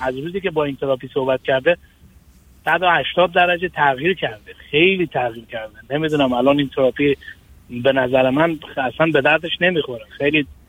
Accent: Afghanistan; also born or lived in Iran; مثلا من یه سال دو ساله بودم ایران زندگی کردم، وقتی برگشتم افغانستان 15 سالم بود.

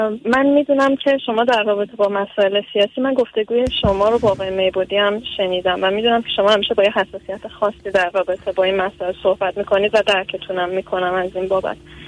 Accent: Iran; now in Italy; من میتونم چیکار کنم به عنوان یه ایرانی که خارج از ایرانه؟

